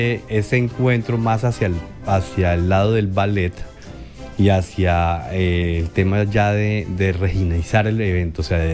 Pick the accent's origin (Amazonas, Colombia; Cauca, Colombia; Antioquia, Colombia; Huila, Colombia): Huila, Colombia; la identidad cultural como huilenses.